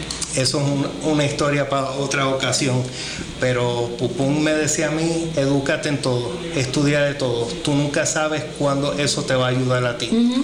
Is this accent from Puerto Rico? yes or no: yes; Puerto Rico; also born or lived in San Germán, Puerto Rico / Ponce, Puerto Rico; now in Indiana, United States; Bueno, como puertorriqueño, criado aquí en San Germán, criado en Ponce, y viviendo en Estados Unidos